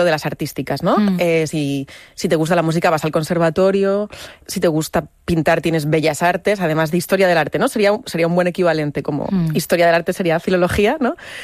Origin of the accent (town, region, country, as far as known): Madrid, Community of Madrid, Spain